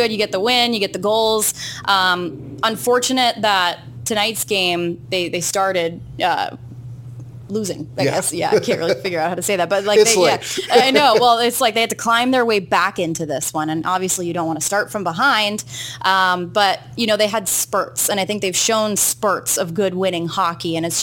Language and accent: English; New Hampshire, United States; You know, I'm from New England, New Hampshire.